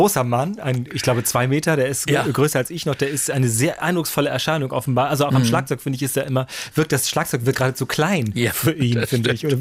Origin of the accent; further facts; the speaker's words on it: Germany; wir als Deutsche